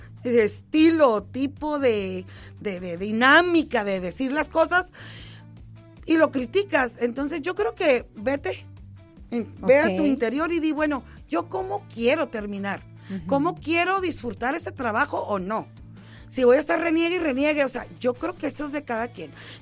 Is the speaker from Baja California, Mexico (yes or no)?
yes; Tijuana, Baja California, Mexico; Y yo soy de Tijuana.